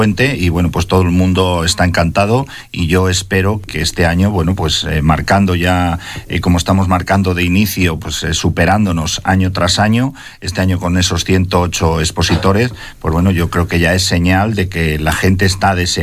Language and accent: Spanish; Sariegos, Castile and León, Spain; en Sariegos, en mi pueblo, en mi ayuntamiento, tenemos una feria